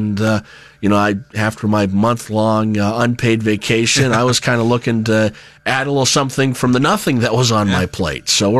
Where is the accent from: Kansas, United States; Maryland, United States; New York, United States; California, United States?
Kansas, United States; Ellinwood; So I grew up in Ellenwood, Kansas. And so for those who attended the 3i show back in the early to mid 2000s in Great Bend, that's kind of where I'm from.